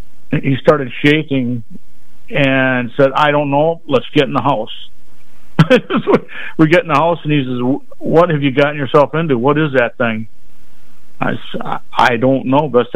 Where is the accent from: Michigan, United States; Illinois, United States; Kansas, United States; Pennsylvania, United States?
Illinois, United States; Rockford; I'm from Rockford, Illinois, and I've still got family there.